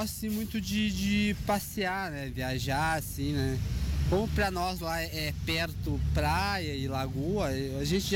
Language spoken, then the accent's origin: Portuguese; Braga, Rio Grande do Sul, Brazil; now in Gravataí, Brazil; Eu sou natural de Braga.